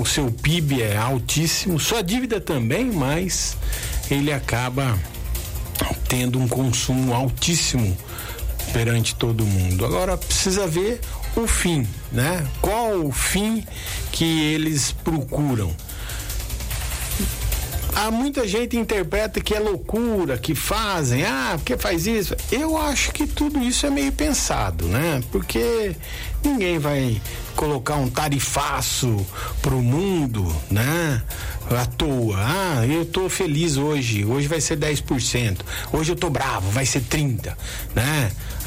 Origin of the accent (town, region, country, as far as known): Brazil